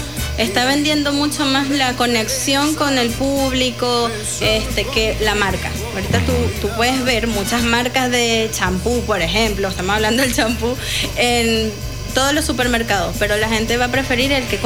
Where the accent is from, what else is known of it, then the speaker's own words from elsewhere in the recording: Venezuela; moved away; hace 9 años que yo me fui de Venezuela y no había tantas marcas de café.